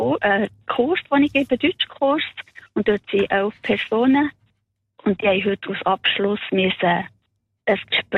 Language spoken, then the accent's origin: German; Mümliswil, Solothurn, Switzerland; Der Drummer ist eben junger Mann aus meinem Heimatdorf, aus Mümliswil